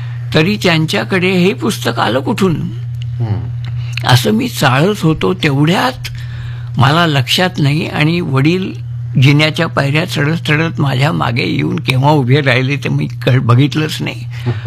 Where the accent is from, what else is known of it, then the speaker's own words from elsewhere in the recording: Pune, Maharashtra, India; born there; also born or lived in Belgaum; हा माझा जन्म तसा पुण्यातला, 39 साली मी पुण्यात जन्मलो, बघ, 5-6 वर्षाचा असताना वडिलांना बेळगावला, त्यावेळेला मुंबई इलाखा होता